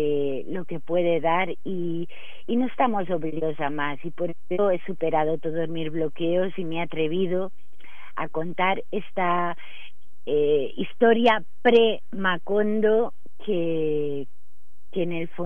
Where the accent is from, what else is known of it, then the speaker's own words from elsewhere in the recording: Mallorca, Balearic Islands, Spain; also born or lived in Barcelona; now in Mallorca, Spain; yo soy mallorquina, pero he vivido 28 años en Barcelona, y justo lo encontré cuando había regresado a Mallorca.